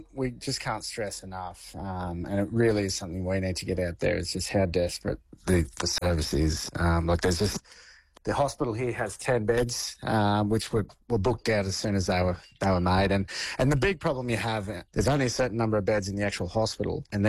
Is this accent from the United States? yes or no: no; Dalby, Queensland, Australia; That's right. I'm from Dalby and Brett's from Toowoomba.